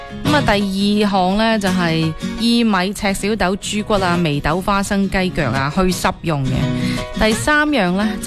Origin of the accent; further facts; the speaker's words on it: Guangdong, China; 相信对我哋广东人嚟讲係好有情结嘅。